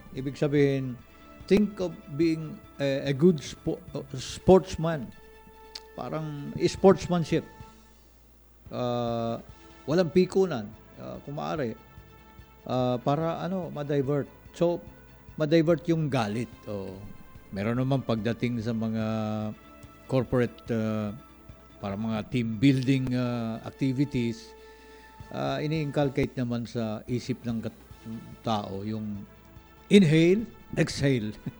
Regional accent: Davao City, Davao Region, Philippines; Galing ako sa Davao

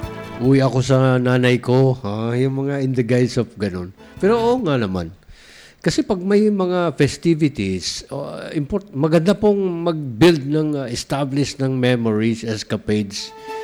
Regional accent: Panabo, Davao Region, Philippines; moved away; Doon sa amin sa Davao, sa Southern Davao, Panabos City

